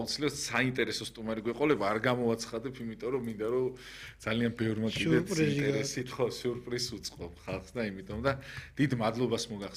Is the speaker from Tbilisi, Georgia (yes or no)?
yes; Tbilisi, Georgia; მე ვერაზე გავიზარდე